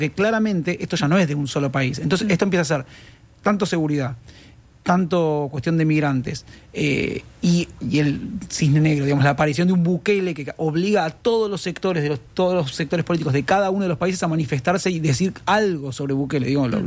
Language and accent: Spanish; Argentina; moved away; yo vengo de Argentina